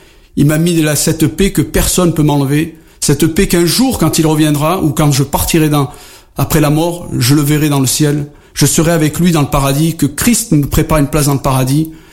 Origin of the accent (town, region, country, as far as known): Algeria